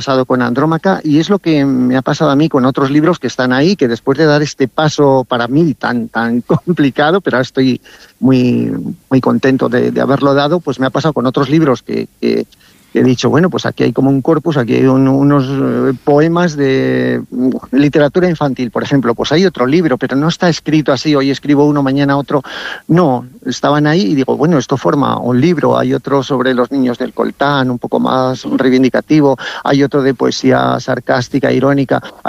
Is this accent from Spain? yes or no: yes; Castile and León, Spain; El sábado estamos en mi pueblo natal, en Muñoz Ancho